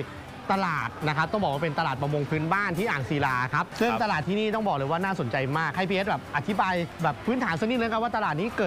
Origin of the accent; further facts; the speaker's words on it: Chonburi, Thailand; ผมเป็นคนชลบุรีจริง